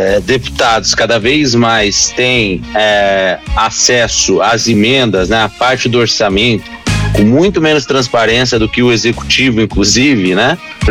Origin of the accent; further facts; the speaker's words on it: São Paulo, Brazil; o Rio de Janeiro, ele, se eu comparo com São Paulo de onde eu sou